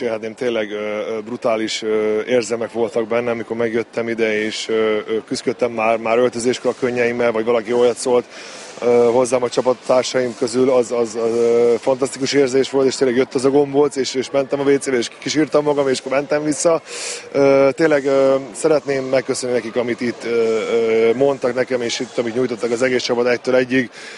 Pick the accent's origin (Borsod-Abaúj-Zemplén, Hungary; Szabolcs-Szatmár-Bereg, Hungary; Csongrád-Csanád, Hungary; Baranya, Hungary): Csongrád-Csanád, Hungary; Szeged; Szegediek vagyunk, itt születik a gyerekeim, nagyon büszke vagyok erre.